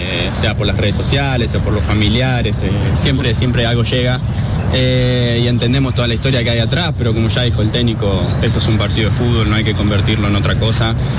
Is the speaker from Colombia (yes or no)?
no; Argentina; representar a nuestro país